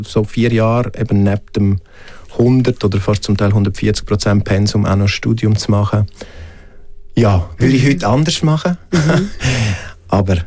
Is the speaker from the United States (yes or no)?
no; Graubünden, Switzerland; moved away; als ich dann weg bin aus dem Engadin, als ich auf Zürich bin.